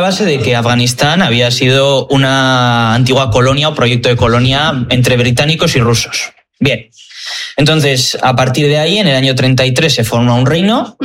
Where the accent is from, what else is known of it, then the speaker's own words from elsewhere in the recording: Spain; por ser españoles